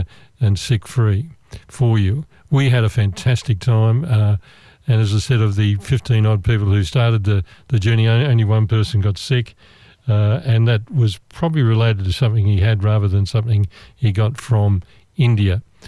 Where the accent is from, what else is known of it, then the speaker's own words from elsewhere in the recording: Australia; As an Australian